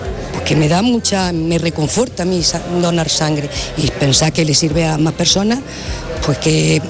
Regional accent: Úbeda, Andalusia, Spain; Yo de Úbeda.

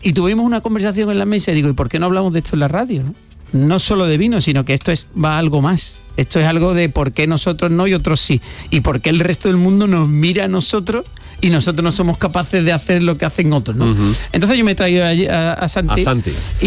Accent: Andalusia, Spain; nosotros en Andalucía tenemos los vinos.

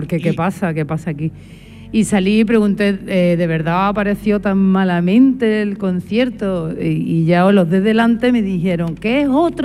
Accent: Málaga, Andalusia, Spain; soy de Málaga.

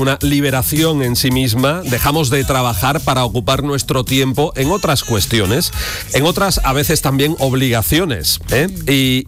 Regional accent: Jerez de la Frontera, Andalusia, Spain; la patrona de mi ciudad, de mi pueblo, de Jerez.

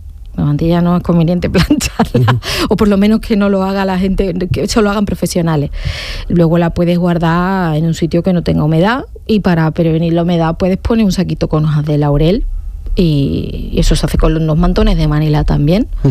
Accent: Santa Ana la Real, Andalusia, Spain; moved away; no estoy en mi pueblo, en Santa Ana la Real

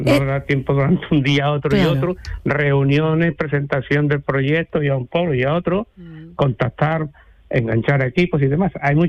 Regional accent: Prado del Rey, Andalusia, Spain; Yo sí, sí, soy de Prado de Rey.

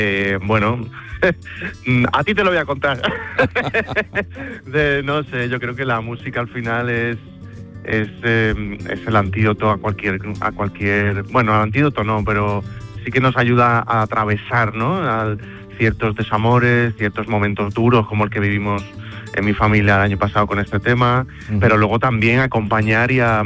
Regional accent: Seville, Andalusia, Spain; tengo mucha ganas de volver a mi tierra, de volver a Sevilla

